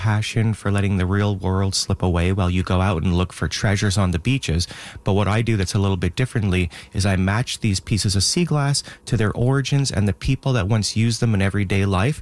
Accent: Montreal, Quebec, Canada; also born or lived in Calgary, Alberta; now in Cape Breton, Canada; So I was born and raised in Montreal, but I found myself living out in Calgary, Alberta

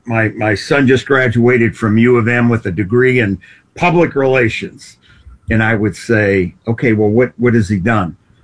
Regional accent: Pittsburgh, Pennsylvania, United States; I grew up in the Pittsburgh area

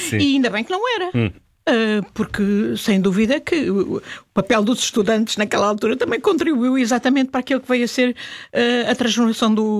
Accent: Portugal; nós temos qualidades como portugueses e que temos um país lindíssimo

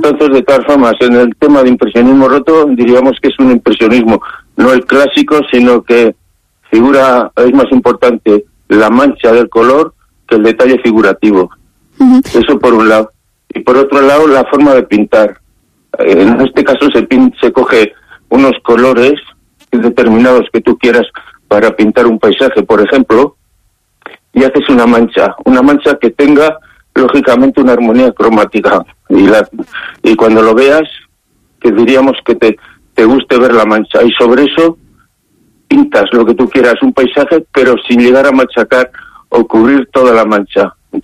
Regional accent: Sasamón, Castile and León, Spain; born there; moved away; Porque es mi pueblo, es lo que digo, es donde nací, y yo soy castellano, soy burgalés y soy de Sasamón. Eso es lo que digo siempre, aunque haya estado muy lejos de Sasamón.

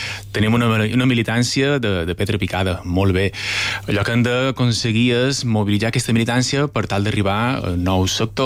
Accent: Balearic Islands, Spain; Com a mallorquí

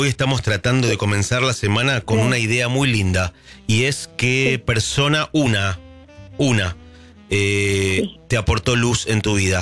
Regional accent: Argentina; Y somos tan argentinos que bueno, a veces está bueno retomar esa costumbre para estos momentos que fundaron la patria.

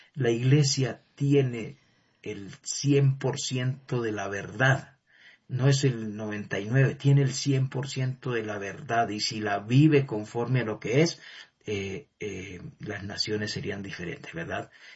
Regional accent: Colombia; Y nosotros creo que como colombianos debemos, más que concebir, qué sé yo, una religión o un credo

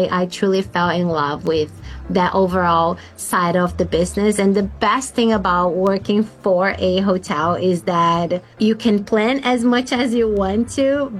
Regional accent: São Paulo, Brazil; moved away; I'm from Sao Paulo, Brazil.

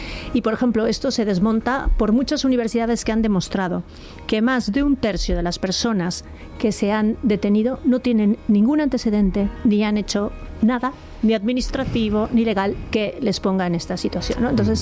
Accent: Mexico; tú sabes que yo soy mexicana

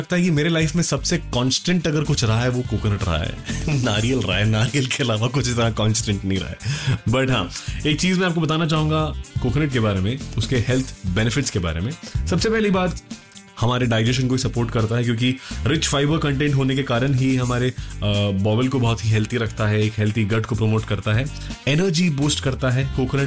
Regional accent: Kerala, India; now in Qatar; मैं केरला से हूं

